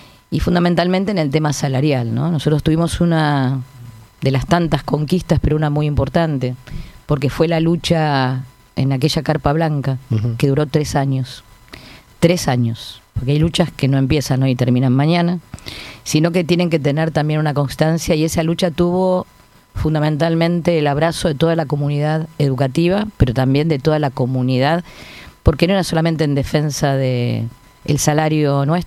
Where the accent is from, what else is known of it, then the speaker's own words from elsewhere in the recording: Castelar, Buenos Aires Province, Argentina; born there; now in La Matanza, Argentina; Soy de La Matanza, vivo en el partido de La Matanza, nací acá en Castelar